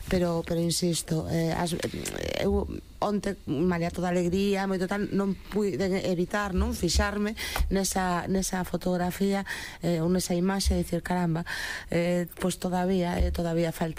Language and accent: Galician; Galicia, Spain; Home, que como galega ter ali a Borja Iglesias